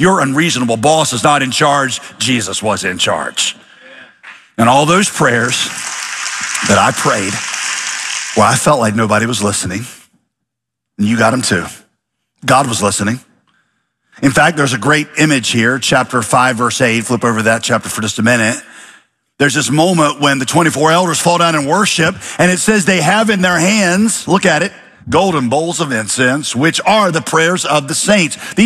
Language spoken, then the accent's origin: English; Winston-Salem, North Carolina, United States; Now, some of you might know, I grew up in Winston-Salem. That was my home city from the time I was two to went to college in Winston-Salem.